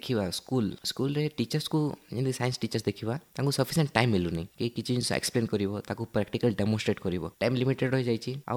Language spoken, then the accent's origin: Odia; Bhawanipatna, Odisha, India; ଆଉ ମୁଁ ଭବାନୀପାଟଣାର pure local.